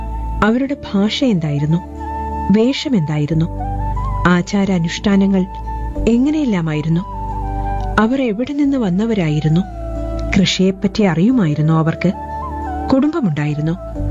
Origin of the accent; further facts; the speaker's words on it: Idukki, Kerala, India; ഞാനൊരു ഇടുക്കിക്കാരിയാണെന്ന്